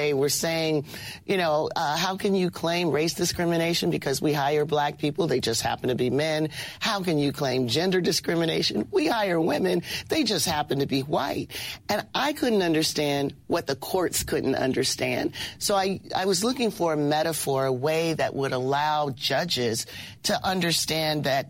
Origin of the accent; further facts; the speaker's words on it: Canton, Ohio, United States; born or raised there